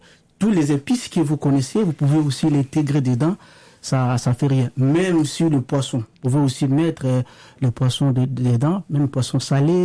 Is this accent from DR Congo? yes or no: yes; DR Congo; first language Lingala; French is a second language; now in France; Du Congo-Kinshasa, je viens du Congo-Kinshasa, la RDC